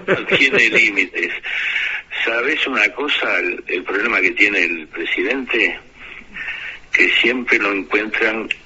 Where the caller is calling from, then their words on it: Argentina; Yo vivo en Argentina